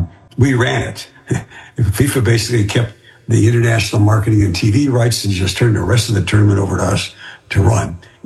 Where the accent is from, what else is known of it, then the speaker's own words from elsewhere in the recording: Detroit, Michigan, United States; No, I grew up in the Midwest in the 50s and early 60s.